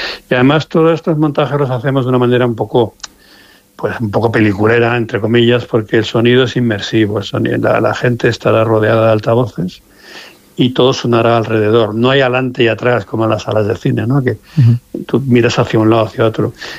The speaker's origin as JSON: {"language": "Spanish", "area": "Segovia", "region": "Castile and León", "country": "Spain", "said": "somos de Ávila y segoviano"}